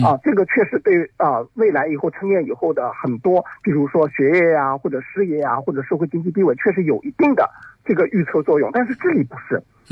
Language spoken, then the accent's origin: Chinese; China; 我们中国人讲的这个家有一老如有一宝